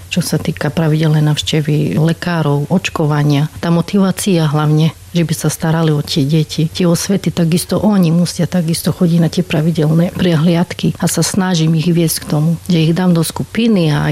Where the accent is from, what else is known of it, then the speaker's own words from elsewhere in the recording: Spišské Tomášovce, Košice Region, Slovakia; moved away as an adult; lebo som tu už 26 rokov, lebo som sa tu vydala. Ja pochádzam zo Spiských Tomášoviec